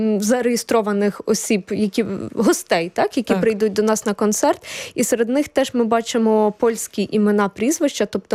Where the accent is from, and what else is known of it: Ternopil Oblast, Ukraine; born or raised there; also born or lived in Kyiv